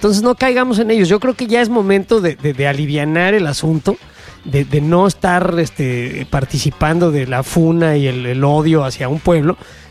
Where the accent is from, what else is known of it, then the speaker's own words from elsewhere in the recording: Mexico; now in United States; como ser mexicano en Estados Unidos.